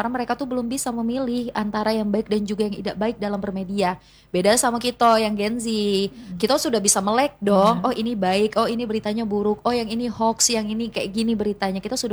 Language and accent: Indonesian; Bengkulu, Indonesia; kalau asli, memang asli orang Bengkulu Tengah